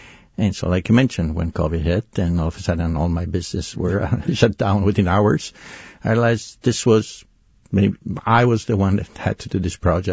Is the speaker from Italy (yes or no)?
yes; Italy; English is a second language; Well, taking a brief step back, like you mentioned, and you can probably derive from my accent, I grew up in Italy, and so I was used to having pretty much just one church in each town, the Roman Catholic.